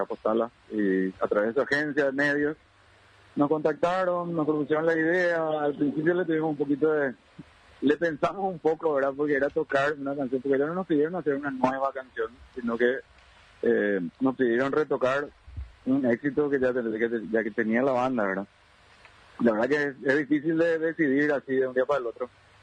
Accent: Paraguay; obviamente somos paraguayos

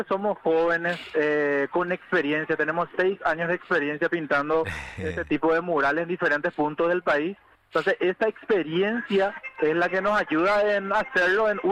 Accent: Ypané, Central, Paraguay; yo represento a la ciudad de Ipané.

